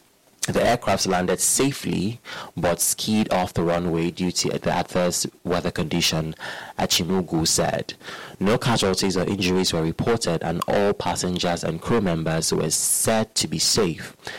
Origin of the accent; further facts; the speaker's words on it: Nigeria; As a Nigerian